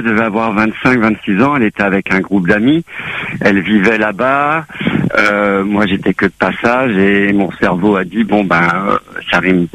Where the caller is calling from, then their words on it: France; J'appelle de France.